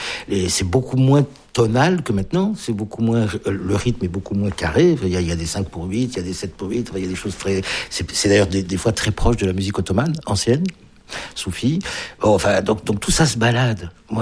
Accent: Ukraine; Donc je ne viens pas du tout là en tant qu'Ukrainien pour fêter ou soutenir mon ancien peuple ou je sais pas quoi. Je suis même pas français, je suis moi quoi.

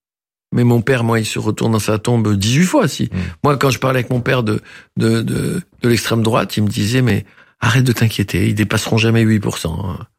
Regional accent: Tunisia; born there; moved away; je déclarerai toujours mon amour à la Tunisie. Toujours. Quel que soit l'état de mon pays. C'est ma terre natale.

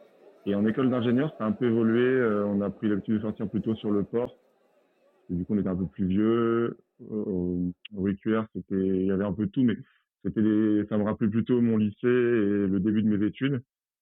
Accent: Caen, Normandy, France; Alors, donc moi, j'ai vécu toute ma vie à Caen. Je suis né à Caen. J'ai vécu toute ma vie. Mes parents habitent à Cormelles-le-Royal, donc au sud de Caen, en périphérie proche.

